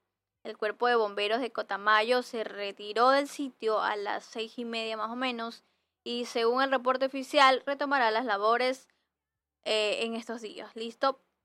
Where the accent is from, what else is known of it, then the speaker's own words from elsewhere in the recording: Ecuador; nosotros como ecuatorianos